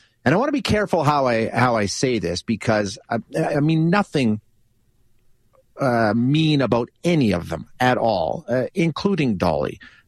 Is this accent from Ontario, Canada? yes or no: no; Alberta, Canada; I grew up in Alberta, which, yeah, country music for sure.